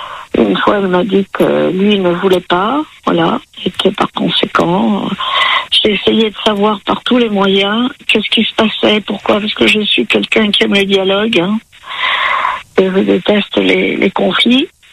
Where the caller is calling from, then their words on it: Paris, Île-de-France, France; Voilà, donc moi j'habite à Paris.